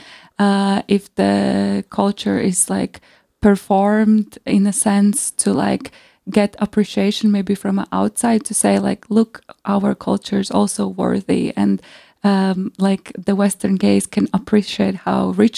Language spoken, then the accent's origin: English; Latvia; moved away; I come from Latvia